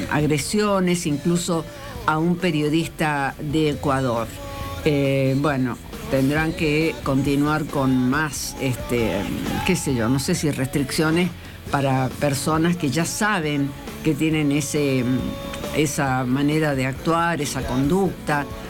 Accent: Argentina; no importa si sos de River, Boca, San Lorenzo, somos argentinos.

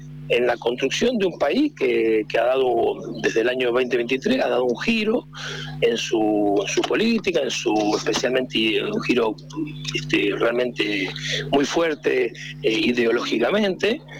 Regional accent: San Juan, Argentina; como somos los sanjuaninos, ¿no? Que somos gente humilde, trabajadora

